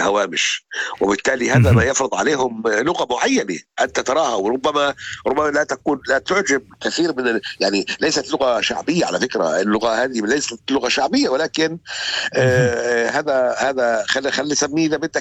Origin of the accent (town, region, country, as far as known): Palestine